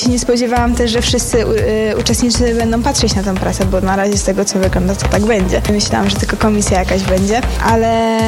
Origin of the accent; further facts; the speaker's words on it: Pakość, Kuyavian-Pomeranian Voivodeship, Poland; przyjechałam z Pakości ze Szkoły Podstawowej imienia Powstańców Wielkopolski.